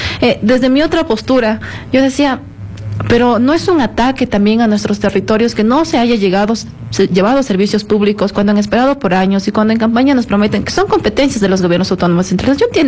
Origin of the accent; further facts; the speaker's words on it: Quito, Pichincha, Ecuador; Yo soy quiteña, yo soy de Calderón, soy de la ruralidad